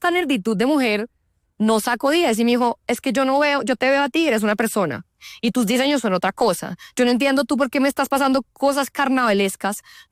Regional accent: Bogotá, Colombia; born there; yo pues soy andina, nací en Bogotá

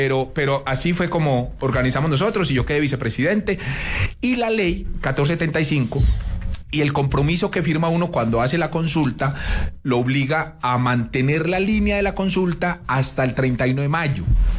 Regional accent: Colombia; estamos viviendo hoy los colombianos

